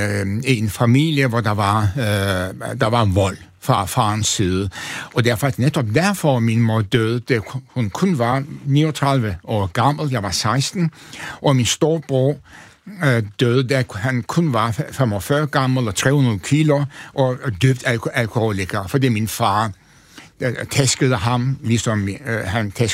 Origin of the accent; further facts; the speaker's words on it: Antalya, Turkey; Altså, jeg kommer fra en overmiddelklasse familie. Altså, min far var apoteker, tjente mange penge i den lille by Antalya, som er kæmpestor, trist by.